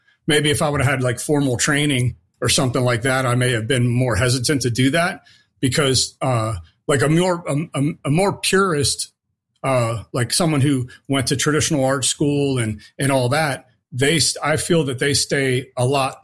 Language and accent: English; Warren, Ohio, United States; Growing up in Warren was definitely an experience. When I was first growing up and I was younger, the steel mills were really popular.